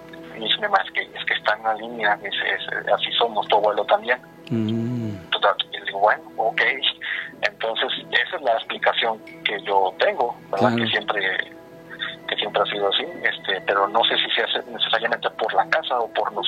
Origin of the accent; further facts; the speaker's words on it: Monterrey, Nuevo León, Mexico; yo soy de Monterrey